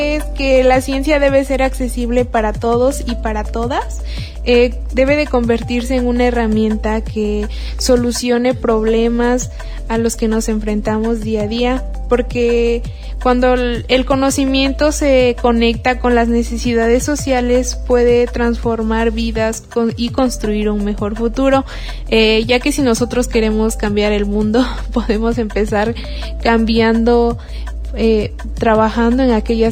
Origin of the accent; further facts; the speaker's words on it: San Pedro Tetitlán, Puebla, Mexico; vengo desde San Pedro Tetitlán, un pueblo perteneciente al municipio de San José Miahuatlán